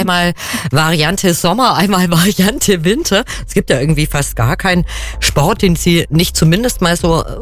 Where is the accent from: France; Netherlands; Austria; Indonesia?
Austria; Carinthia; born there; Ich kenne das auch. Ich bin ja auch eine gebürtige Kärntnerin.